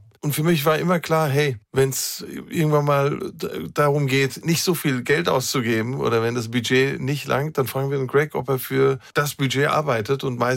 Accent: Armenia; Das ist für mich als Armenier eine Steilvorlage.

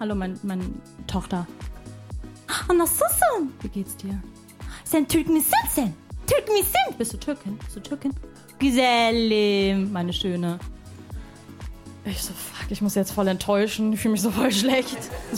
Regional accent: Lebanon; Ich so, ja, Tante, ich bin Libanesin.

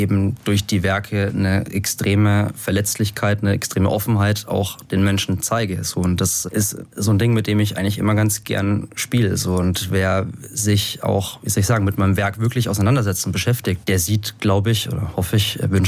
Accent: Schweinfurt, Bavaria, Germany; born or raised there

